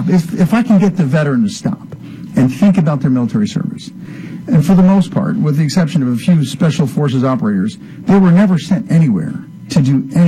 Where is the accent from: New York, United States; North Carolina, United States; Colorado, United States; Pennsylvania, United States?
Pennsylvania, United States; now in Texas, United States; I'm from Pennsylvania originally. When I got to Texas, Fort Hood, I realized that Texas, you're a Texan first